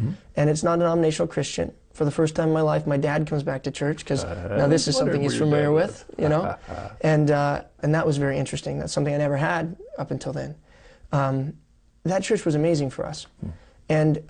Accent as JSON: {"language": "English", "town": "Columbus", "region": "Ohio", "country": "United States", "tie": "born or raised there", "said": "Yes, I was born and raised in Columbus, Ohio."}